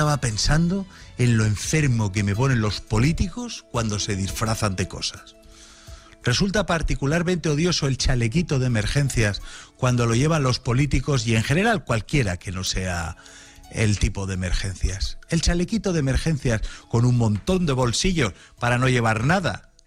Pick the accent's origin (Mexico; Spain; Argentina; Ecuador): Spain; Como buen español ando siempre al accesorio